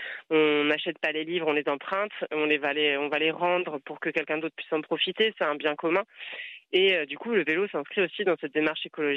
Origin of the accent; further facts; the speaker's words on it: Brittany, France; je suis bretonne, je l'exerce dans les Côtes d'Armor, à Fréhel.